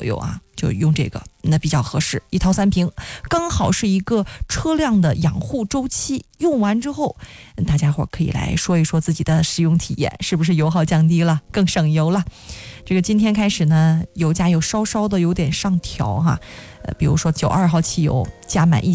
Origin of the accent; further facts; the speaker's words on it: Zhengzhou, Henan, China; 那以后对咱的家乡那就是满满的思念之情咯。再提到郑州，再提到河南，那就是更加思乡之情了啊。